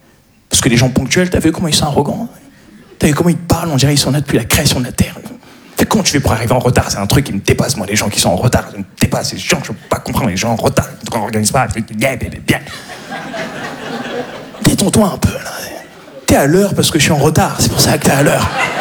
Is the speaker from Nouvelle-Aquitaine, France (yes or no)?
no; Paris, Île-de-France, France; Je suis un parisien, voilà ce que je suis.